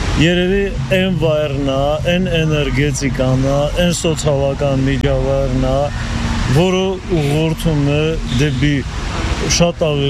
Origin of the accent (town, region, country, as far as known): Stepanakert, Nagorno-Karabakh, Azerbaijan; born or raised there; moved away as an adult; also born or lived in Yerevan